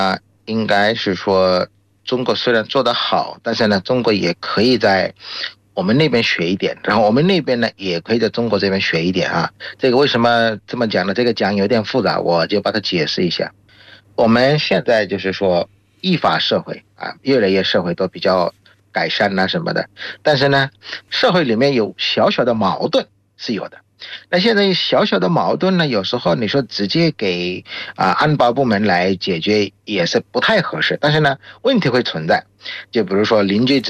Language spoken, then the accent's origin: Chinese; Bangladesh; Chinese is a second language